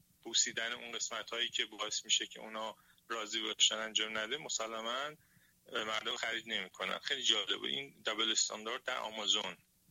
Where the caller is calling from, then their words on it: Iran; به عنوان یه ایرانی